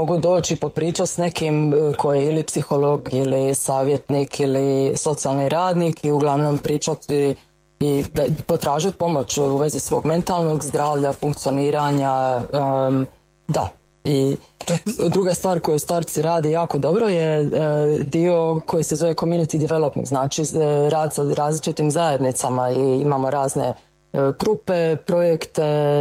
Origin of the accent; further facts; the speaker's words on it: Šibenik, Šibenik-Knin County, Croatia; moved away as an adult; also born or lived in Zagreb; now in Sydney, Australia; Ja sam inače iz Šibenika, a onda sam otišla studirati na Filozofski fakultet psihologije u Zagrebu, gdje sam to završila i počela raditi. I onda, eto, igrom slučaja zaljubila se u Sarajliju i odlučila krenuti za njim u Sydney i doći u Australiju